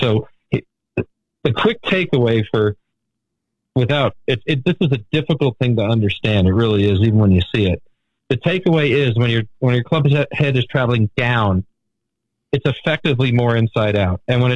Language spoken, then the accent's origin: English; Baltimore, Maryland, United States; born there; Okay, so anyway, I was born in Baltimore. That makes me a Baltimorean.